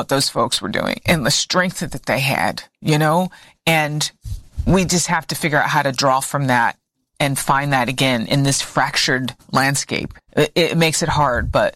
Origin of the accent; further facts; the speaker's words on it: North Carolina, United States; I'm not American. I am, but I'm North Carolinian, and that means something.